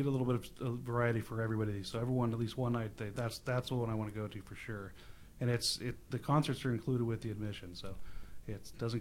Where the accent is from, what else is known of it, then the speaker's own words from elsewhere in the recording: Bakersfield, California, United States; Myself, born and raised in Bakersfield and been around Kern County for quite a while